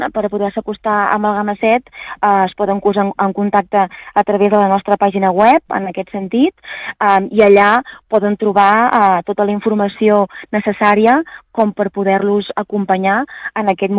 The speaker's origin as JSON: {"language": "Catalan", "town": "El Pla de Santa Maria", "region": "Catalonia", "country": "Spain", "said": "jo sóc del territori, sóc del Camp de Tarragona, i tant, sí. Jo sóc del Pla de Santa Maria, just al costat"}